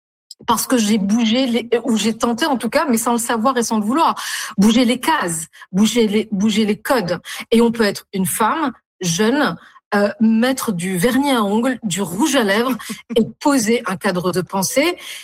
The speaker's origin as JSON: {"language": "French", "town": "Tunis", "region": "Tunis Governorate", "country": "Tunisia", "tie": "born or raised there", "moved": "as an adult", "lives_now": "France", "said": "Moi, je suis tunisienne. Je suis née à Tunis. J'ai grandi en Tunisie. C'est mon pays. Puis après, je suis arrivée à 18 ans en France pour mes études supérieures."}